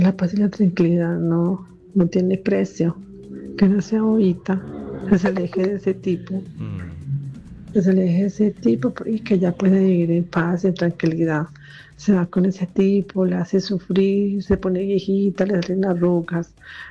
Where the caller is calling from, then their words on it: Zaragoza, Aragon, Spain; de Zaragoza, España